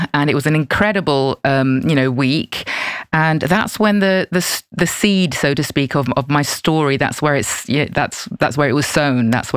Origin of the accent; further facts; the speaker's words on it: Basel, Basel-Stadt, Switzerland; moved away; So originally I am from Basel, but I spent most of my life living as an expat.